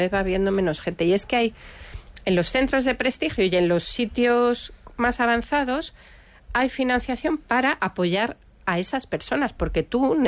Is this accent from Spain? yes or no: yes; Community of Madrid, Spain; now in San Sebastián, Spain; yo soy madrileña, pero ahora ya donostiarra.